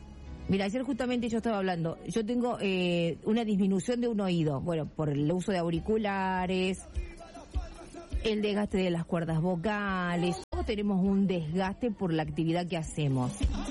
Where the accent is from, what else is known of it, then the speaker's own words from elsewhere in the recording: Catamarca, Argentina; Acá trabajando y cosiendo las medias para tirar unos meses más del trabajo de Sereno. Soy de Catamarca.